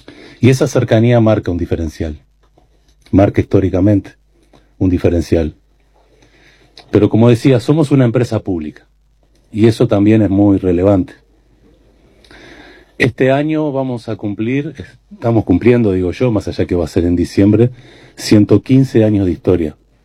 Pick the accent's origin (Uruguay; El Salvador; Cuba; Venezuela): Uruguay; empezamos a dar los primeros pasos como uruguayos